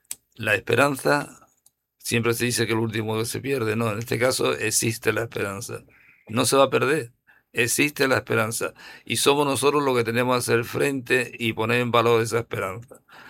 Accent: Ceuta, Spain; los que somos de Ceuta

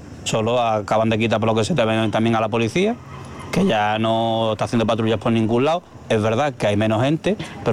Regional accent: Spain; Nosotros aquí somos españoles, nosotros somos los que defendemos nuestro sitio. Y eso es una cosa que nadie de la península comprende.

